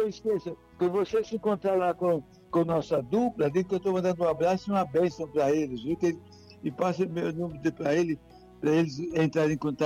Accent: Ceará, Brazil; você vem a conhecer a minha terra, a terra da luz.

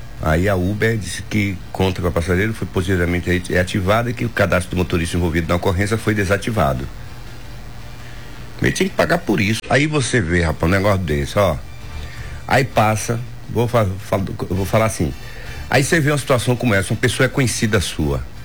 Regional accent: Ribeira, Brazil; Eu sou de Ribeira, mas tenho 40 anos aqui.

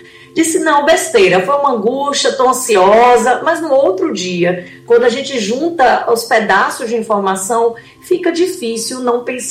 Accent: Salvador, Bahia, Brazil; eu sou de Salvador, né, da Bahia

